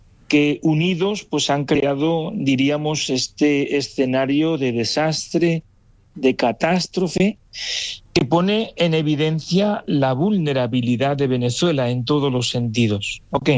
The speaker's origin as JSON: {"language": "Spanish", "town": "Incinillas", "region": "Castile and León", "country": "Spain", "tie": "born there", "said": "Mi apellido no es Incinilla, sino que es mi pueblo."}